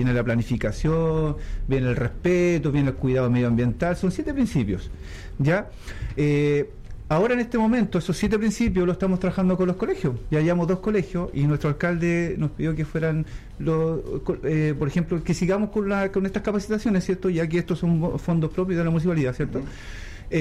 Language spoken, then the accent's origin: Spanish; Choshuenco, Los Ríos, Chile; Yo vengo de la parte de Choshuenco, no sé si he ubicado, sí, pero claro.